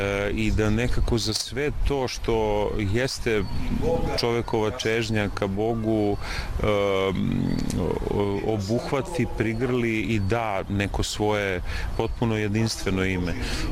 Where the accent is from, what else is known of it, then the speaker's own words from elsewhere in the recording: Žiča, Šumadija and Western Serbia, Serbia; i sam sam poreklom iz Žiče, gde je on episkopstovao i dalje zadržao u svom svetiteljskom imenu vladika Nikolaj Žički.